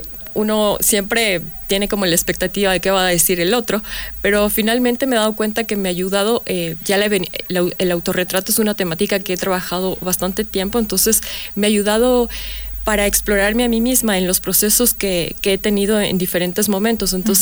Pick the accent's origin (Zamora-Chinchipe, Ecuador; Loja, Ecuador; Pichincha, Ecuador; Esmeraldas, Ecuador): Pichincha, Ecuador; Quito; born there; como yo nací aquí en Quito